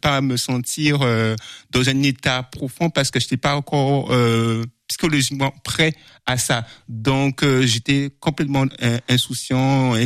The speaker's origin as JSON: {"language": "French", "country": "Guadeloupe", "tie": "born there", "said": "Je suis né en Guadeloupe."}